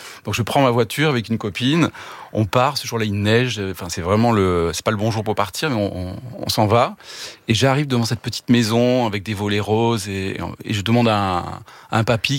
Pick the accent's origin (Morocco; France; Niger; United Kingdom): France; Bordeaux, Nouvelle-Aquitaine; moved away as an adult; je venais d'une famille de Bordeaux où il y avait personne dans la musique.